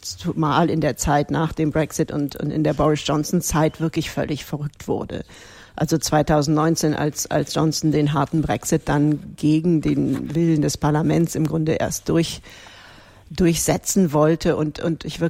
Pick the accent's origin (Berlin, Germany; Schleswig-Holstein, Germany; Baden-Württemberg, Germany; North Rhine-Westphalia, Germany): North Rhine-Westphalia, Germany; Cologne; moved away as an adult; now in London, United Kingdom; ich bin in Köln geboren und auch mit ganzem Herzen eine Kölnerin.